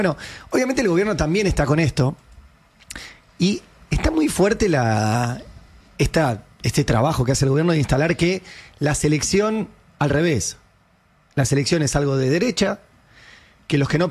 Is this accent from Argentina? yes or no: yes; Argentina